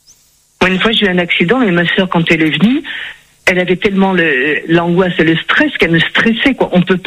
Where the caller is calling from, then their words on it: Nouvelle-Aquitaine, France; je suis de la Charente